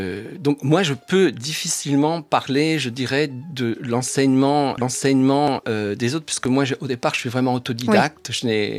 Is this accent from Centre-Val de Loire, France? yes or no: no; Brittany, France; Et j'ai grandi en Bretagne.